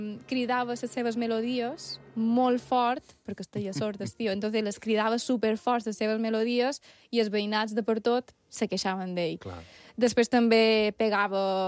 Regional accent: Balearic Islands, Spain; Com que som mallorquina, aquests amics s'aprofiten en l'estiu i venen tots a visitar-me a Mallorca.

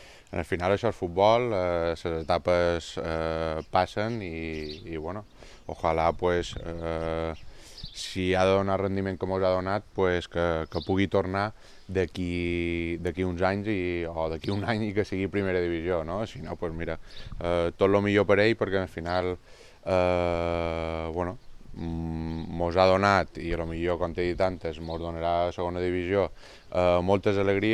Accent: Mallorca, Balearic Islands, Spain; Com a mallorquí i mallorquinista

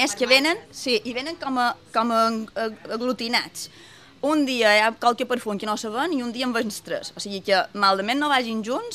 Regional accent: Felanitx, Balearic Islands, Spain; Ja me fa llàstima, perquè jo, per exemple, ja som de Porto Colom, i Felanitx, que ha estat el meu poble tota la vida, és un poble mort

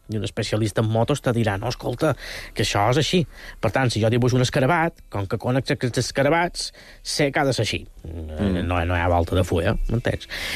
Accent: Banyalbufar, Balearic Islands, Spain; En el meu poble, Banyabufà, som un poquet més originals, no fem karaokes, sinó que fem la nit de varietés.

